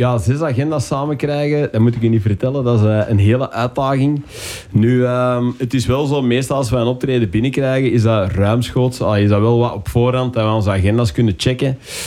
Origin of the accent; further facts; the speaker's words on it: Kessel, Flanders, Belgium; Wij komen uit Kessel, Beersen.